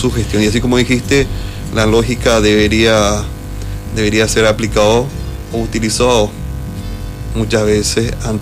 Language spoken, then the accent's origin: Spanish; Paraguay; lo que a nosotros nos golpea como paraguayos.